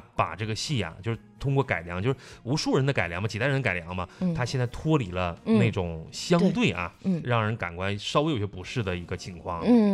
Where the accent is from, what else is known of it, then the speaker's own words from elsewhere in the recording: Tailai, Heilongjiang, China; now in Dongguan, China; 我常年生活的城市就是东莞， 嗯， 哎，还有我的老家啊，这个泰来